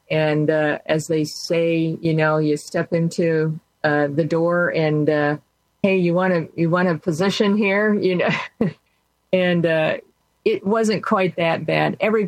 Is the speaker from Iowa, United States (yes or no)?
yes; Iowa, United States; moved away as an adult; And I am from Iowa, and I chose to come back to Iowa after active duty.